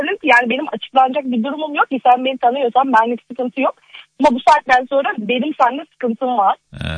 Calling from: Ankara, Turkey; Ankara'dayım. İkamet ediyorum

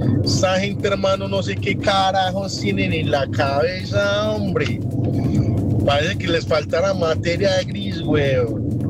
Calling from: Colombia; Somos colombianos, esto nos duele.

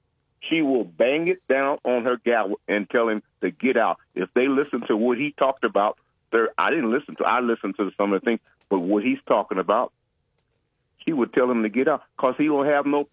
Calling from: Youngstown, Ohio, United States; I'm from Youngstown, Ohio.

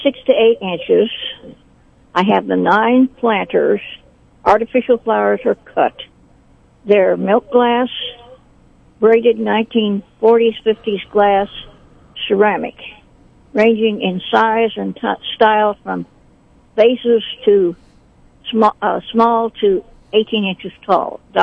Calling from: Sedalia, Missouri, United States; I'm calling from Sedalia.

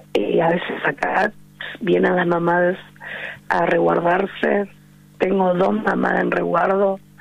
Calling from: Merlo, Buenos Aires Province, Argentina; Nosotros somos de Merlo, Pontevedra, barrio Las Torres.

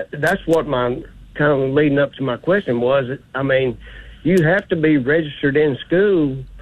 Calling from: Alabaster, Alabama, United States; I'm calling from Alabaster, Alabama, and I know you know where that is there in Shelby County

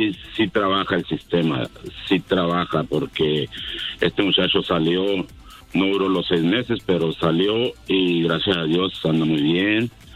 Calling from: Arizona, United States; De aquí de Arizona.

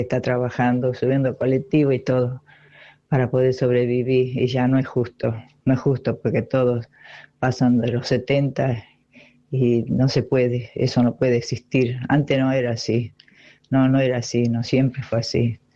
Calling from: José C. Paz, Buenos Aires Province, Argentina; acá en José C. Paz. Somos mucha gente grande y que estamos trabajando.

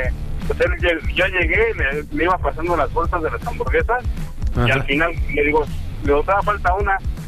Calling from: Mexico; De aquí a Tizapán, Zaragoza

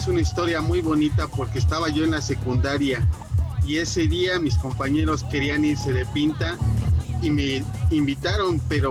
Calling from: Puebla, Mexico; te escucho desde San Aparicio.

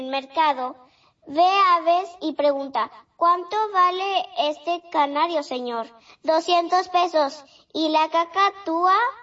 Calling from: Monterrey, Nuevo León, Mexico; Te llamo de Monterrey, Nuevo León.

